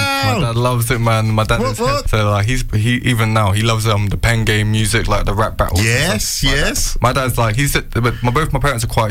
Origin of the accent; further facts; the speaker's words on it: Reading, South East England, United Kingdom; also born or lived in Finchampstead; So, I'm Berkshire born and bred. I was born and raised in Reading. I've moved around a lot. I've lived in Finch Hampstead primarily with my granddad. That was where I kind of was solely based very much. So we're just living with my nan and granddad. They raised me for 18 years.